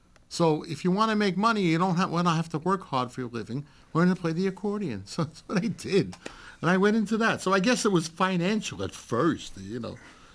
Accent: Staten Island, New York, United States; I grew up in Staten Island, of course. There was tons of Italian folk music to want to play.

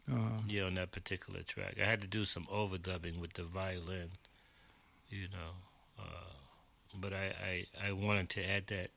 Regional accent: New York City, New York, United States; I was born in Brooklyn, and I grew up in the Fort Greene Projects as a child.

